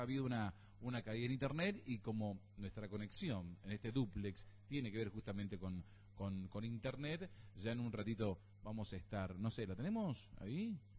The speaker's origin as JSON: {"language": "Spanish", "country": "Argentina"}